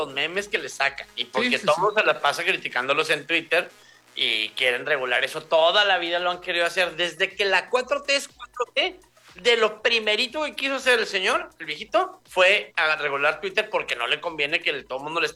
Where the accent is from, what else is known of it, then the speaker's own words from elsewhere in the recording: Mexico; Yo soy mexicano y yo acepto mi realidad.